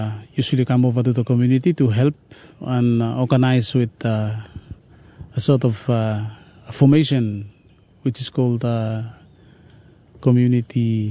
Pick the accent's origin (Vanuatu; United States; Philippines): Vanuatu; Epau, Shefa; I am from Epau Village. I live here since I was born.